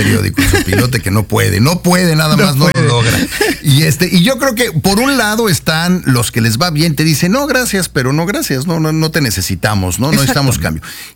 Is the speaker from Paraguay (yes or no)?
no; Mexico; parte de nuestra esencia como mexicanos.